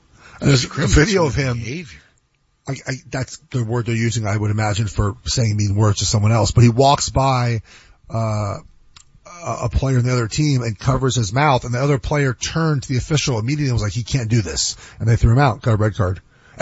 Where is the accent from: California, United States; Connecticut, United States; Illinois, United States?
California, United States; Los Angeles; I'm from Los Angeles. I don't live in LA anymore.